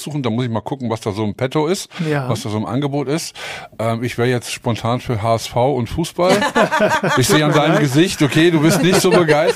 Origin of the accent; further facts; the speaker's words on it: Neu-Isenburg, Hesse, Germany; accent: Hessian; moved away; ich komme ja ursprünglich aus Frankfurt, nur Isenburg, Hessen.